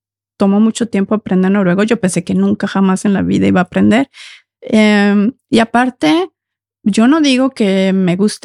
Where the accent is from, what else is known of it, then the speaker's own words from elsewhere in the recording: Mexico; Y al final digo, mi idioma es el español. Si escuchan acento, soy mexicana